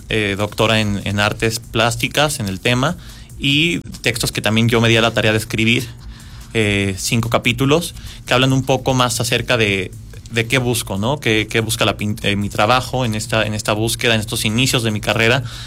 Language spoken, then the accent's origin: Spanish; Querétaro, Mexico; siendo yo queretano